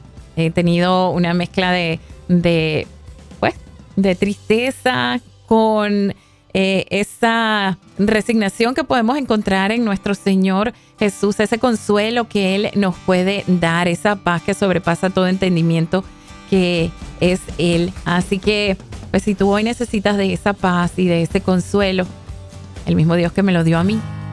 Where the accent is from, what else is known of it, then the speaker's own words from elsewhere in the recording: Venezuela; Yo le puedo decir como venezolana también